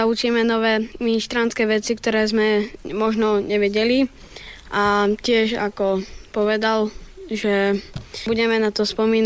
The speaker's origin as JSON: {"language": "Slovak", "town": "Bardejov", "region": "Prešov Region", "country": "Slovakia", "said": "Ja som prišiel z Bardejova … a ministrujem vo farnosti Sveta Egidia."}